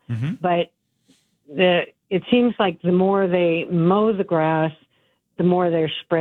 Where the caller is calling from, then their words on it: Phoenix, Arizona, United States; I'm in Central Phoenix, off 24th Street and Cactus.